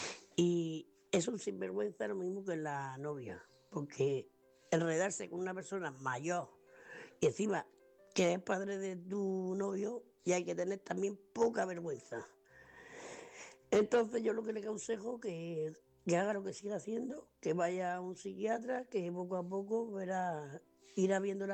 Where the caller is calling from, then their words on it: Murcia, Region of Murcia, Spain; de Murcia.